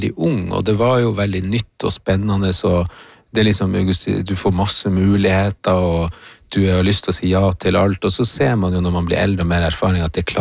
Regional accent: Troms, Norway; also born or lived in Colombia; når vi var ute og lekte i nabolaget her på Kvaløya

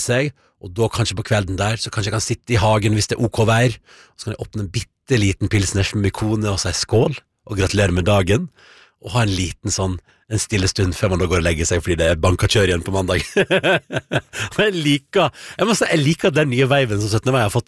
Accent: Førde, Vestland, Norway; moved away as an adult; now in Oslo, Norway; Da jeg vokste opp i Førde

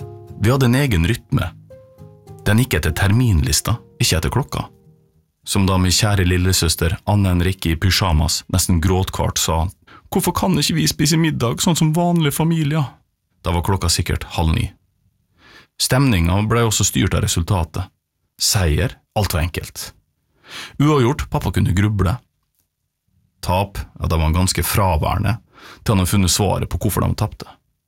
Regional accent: Molde, Møre og Romsdal, Norway; Og mens pappa levde I stormen, holdt mamma verden på plass hjemme I Molde.

